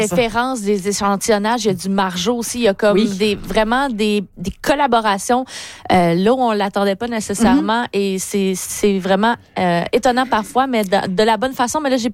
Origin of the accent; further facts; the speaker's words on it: Quebec City, Quebec, Canada; Moi, je suis au Québec. Donc, moi, je suis juste assez vieille pour me rappeler le pré-règlement municipal